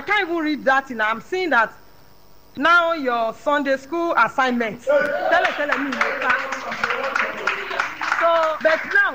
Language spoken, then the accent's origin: Yoruba; Ikotun, Lagos, Nigeria; Mo wá láti Ìkọ̀tú.